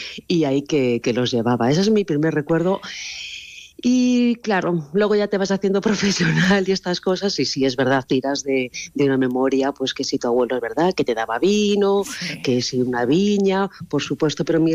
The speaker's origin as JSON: {"language": "Spanish", "town": "Ourense", "region": "Galicia", "country": "Spain", "tie": "born or raised there", "said": "De verdad, porque yo me crié en Ourense."}